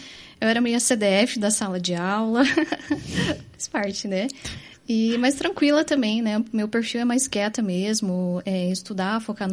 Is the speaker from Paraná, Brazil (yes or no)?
yes; Curitiba, Paraná, Brazil; born there; Eu nasci em Curitiba.